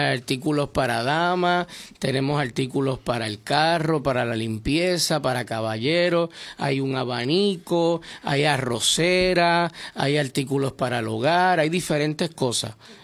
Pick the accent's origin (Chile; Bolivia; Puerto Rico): Puerto Rico; Aguadilla; Imagínate un muchacho ahí de la vía como yo, de aquí de Aguadilla.